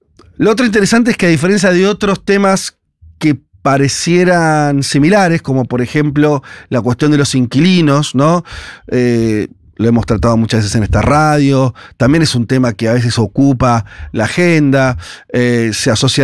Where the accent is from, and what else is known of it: Argentina